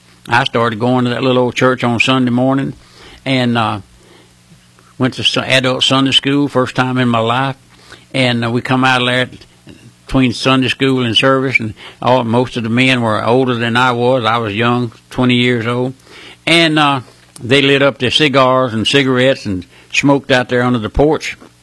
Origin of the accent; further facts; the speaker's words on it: Louisiana, United States; Well, I'm just an old country boy. I was born and raised here in South Louisiana. My dad was a farmer, raised on a strawberry farm